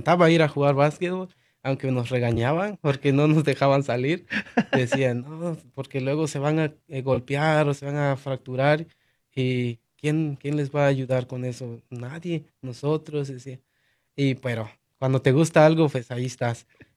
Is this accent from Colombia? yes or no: no; Chiapas, Mexico; moved away; yo, como decía, soy ahorita originario de Chiapas, México, pero nosotros, nuestras raíces vienen desde Guatemala.